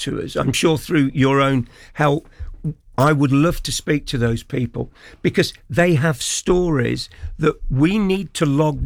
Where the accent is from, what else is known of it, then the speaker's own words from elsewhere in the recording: Desford, East Midlands, United Kingdom; born there; when I was born in Desford in Leicestershire